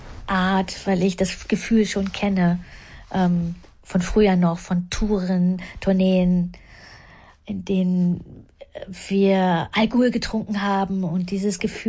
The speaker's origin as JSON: {"language": "German", "town": "Schönhausen", "region": "Saxony-Anhalt", "country": "Germany", "tie": "born or raised there", "also_born_or_lived": "Havelberg"}